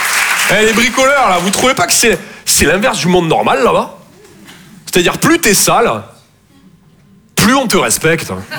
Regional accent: Toulouse, Occitanie, France; Je viens de Toulouse à la base. Ouais, ça s'entend un peu, ouais. Mon accent, c'est vraiment comme mon sexe, je sors que quand je suis en confiance.

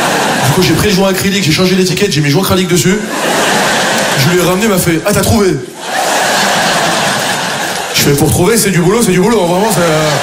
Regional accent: France

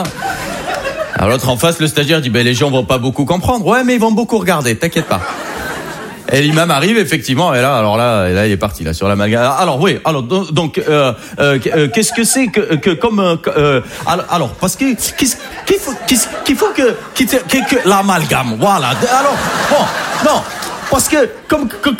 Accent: Algeria; Je suis algérien. Je pense pas qu'il y en ait ce soir, d'ailleurs, des Algériens.

